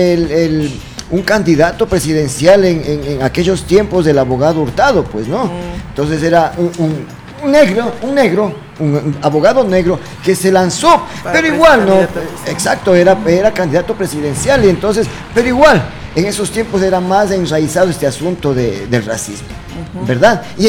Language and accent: Spanish; Ecuador